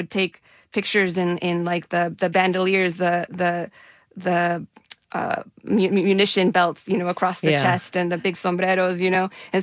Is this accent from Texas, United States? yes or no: yes; El Paso, Texas, United States; It's about, well, I had no idea either, and I am from El Paso. I lived there.